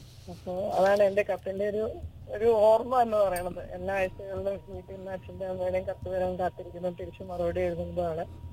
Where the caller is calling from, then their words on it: Neriamangalam, Kerala, India; Nerimangalam.